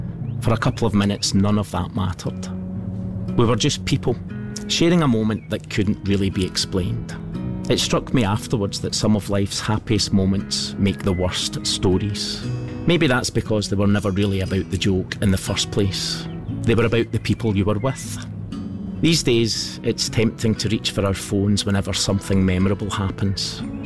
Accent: Scotland, United Kingdom; now in Akrotiri, Cyprus; As a Scotsman, I'm perhaps not necessarily loving the heat, but I think I'm slowly getting used to it.

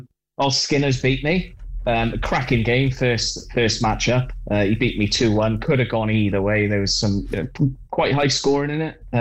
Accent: Wales, United Kingdom; I quite like that, being a Welshman myself.

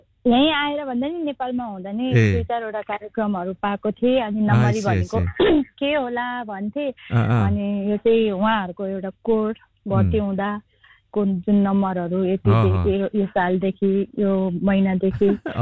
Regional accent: Sundarbazar, Gandaki Province, Nepal; now in Kathmandu, Nepal; मेरो जन्म लमजुङ सुन्दर बजारमा भएको, अनि अहिले पछि काठमाडौँ बसे

